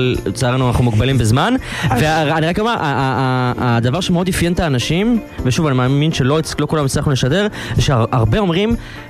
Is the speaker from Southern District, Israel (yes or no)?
no; Modi'in Illit, Judea and Samaria, Israel; אני גדלתי במודיעין עילית